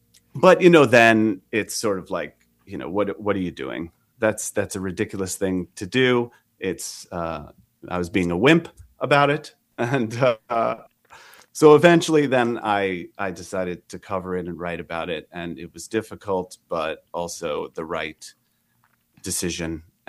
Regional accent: Long Island, New York, United States; So I grew up on Long Island

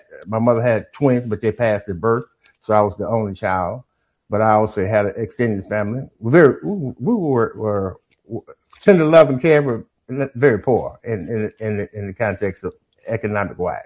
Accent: Grand Rapids, Michigan, United States; born there; also born or lived in San Francisco; Well, I was born in Grand Rapids, Michigan in 1943.

